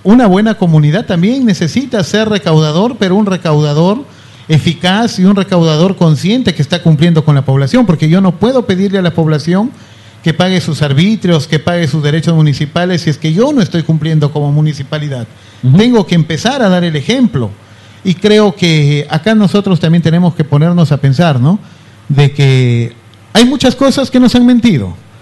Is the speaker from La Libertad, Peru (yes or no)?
yes; La Libertad, Peru; now in Otuzco, Peru; soy natural de Lapra